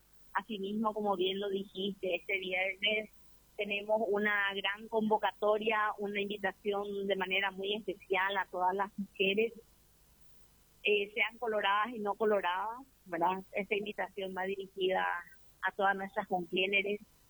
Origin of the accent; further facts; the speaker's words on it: Paraguay; lo que nos caracteriza como paraguayos